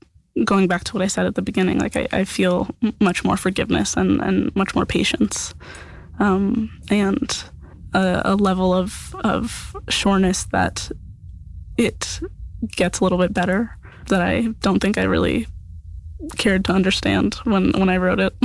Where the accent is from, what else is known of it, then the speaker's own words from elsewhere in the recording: Albuquerque, New Mexico, United States; also born or lived in Rio Rancho; I grew up like primarily in Albuquerque and then moved over to Rio Rancho for middle and high school.